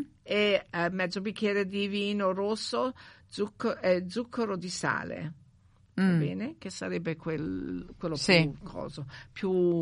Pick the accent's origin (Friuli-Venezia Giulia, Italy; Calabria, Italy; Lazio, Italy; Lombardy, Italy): Lombardy, Italy; Milan; Io che sono milanese.